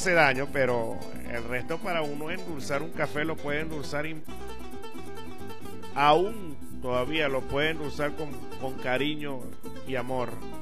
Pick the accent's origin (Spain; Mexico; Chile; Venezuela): Venezuela; Así somos nosotros los venezolanos